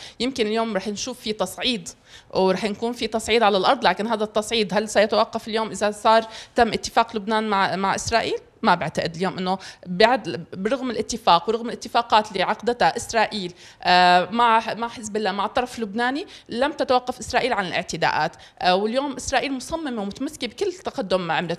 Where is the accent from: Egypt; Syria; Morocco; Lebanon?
Syria; Quneitra Governorate; صحفية وأنا من أبناء الجولان السوري المحتل.